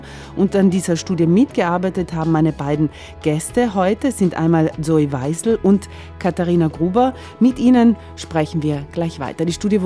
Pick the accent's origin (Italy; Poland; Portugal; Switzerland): Italy; Trentino-Alto Adige; wir sind ja Südtiroler, etwas Eigenes, etwas Besonderes.